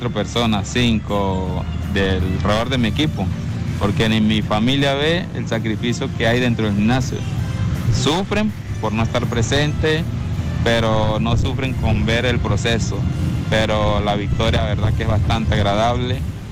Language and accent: Spanish; El Vigía, Mérida, Venezuela; Soy hijo del Vigía, soy hincha del Vigía, soy del barrio La Conquista. Ahí crecí, ahí me crié